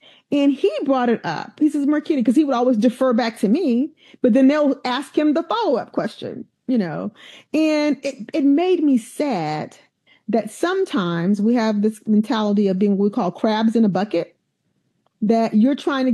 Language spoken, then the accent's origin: English; Alabama, United States; I grew up in Alabama. A large part of my growth was there.